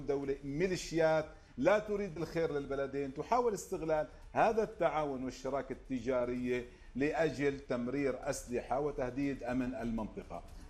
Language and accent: Arabic; Syria; ما نقدر نحن كسوريين إلا نكون عاطفيين.